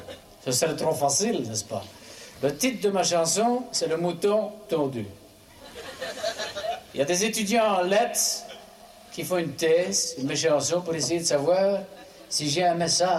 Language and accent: French; Ecaussinnes, Wallonia, Belgium; Je ne sais pas si vous savez, mais je suis une fleur de province. Oui, je suis originaire d'Écossine.